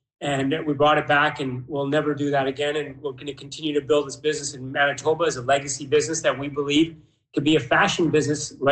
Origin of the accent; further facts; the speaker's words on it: Uganda; So he went back to Africa. We're from Uganda. And there's a school in one of the biggest slums in Kampala.